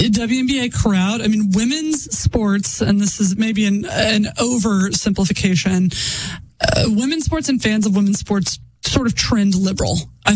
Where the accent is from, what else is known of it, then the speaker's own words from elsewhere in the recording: Oklahoma City, Oklahoma, United States; the Oklahoma City Thunder in my hometown.